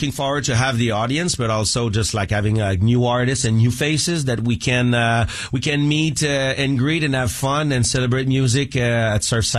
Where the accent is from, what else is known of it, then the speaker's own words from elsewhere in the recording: Quebec, Canada; English is a second language; also born or lived in Australia; in Quebec, actually, in my hometown